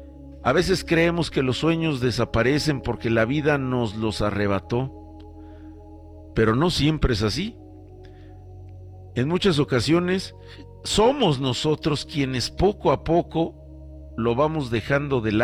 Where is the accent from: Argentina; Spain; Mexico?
Mexico; Qué maravilla tener satisfacción todos como mexicanos, ¿verdad?